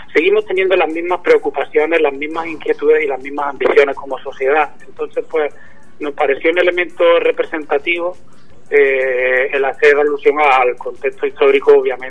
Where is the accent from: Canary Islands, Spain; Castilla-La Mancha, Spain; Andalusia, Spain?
Andalusia, Spain; Sí, efectivamente, nosotros somos de la comarca de la Sierra Sur de Sevilla. Estamos compuestos por miembros del pueblo de Pepa, de donde soy yo